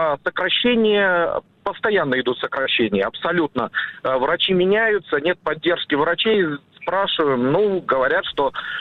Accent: Minsk, Belarus; now in Moscow Oblast, Russia; Ну, я родом вообще из Белоруссии

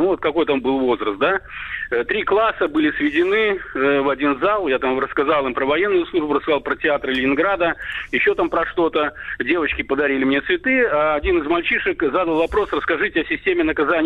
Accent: Belarus; И так как мое детство прошло в Беларуси

